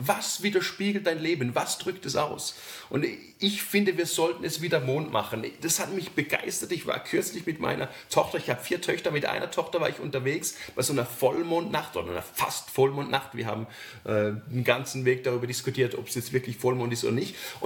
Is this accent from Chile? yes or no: no; Switzerland